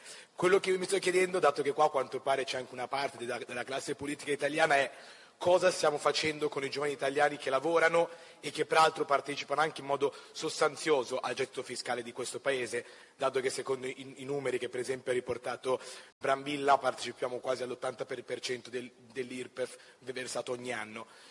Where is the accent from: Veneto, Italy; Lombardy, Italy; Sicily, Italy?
Lombardy, Italy; Milan; sono innanzitutto di Milano, nato e cresciuto a Milano, da una famiglia benestante